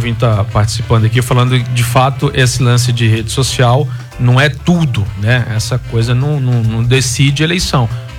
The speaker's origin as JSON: {"language": "Portuguese", "town": "Maceió", "region": "Alagoas", "country": "Brazil", "moved": "yes", "said": "lá na minha cidade de Maceió"}